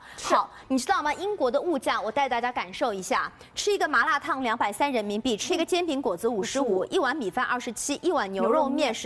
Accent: Shanghai, China; 阿拉上海人啊

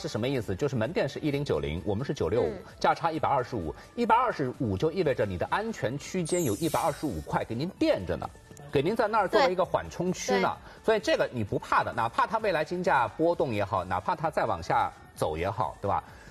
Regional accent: Shanghai, China; 咱们中国人，咱们上海人真的是对老庙是情有独钟，对吧？

